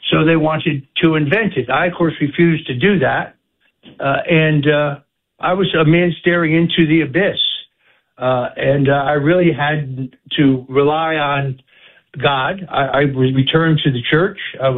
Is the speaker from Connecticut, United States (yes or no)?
yes; Connecticut, United States; I never liked the Bushes. I'm from Connecticut.